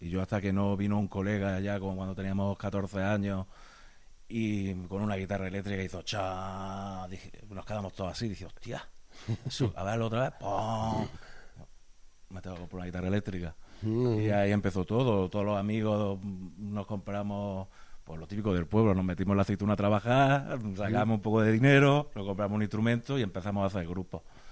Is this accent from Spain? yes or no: yes; Guadix, Andalusia, Spain; soy de Guadí, un pueblo que está en la sierra y en una olla, se le dice la olla de Guadí.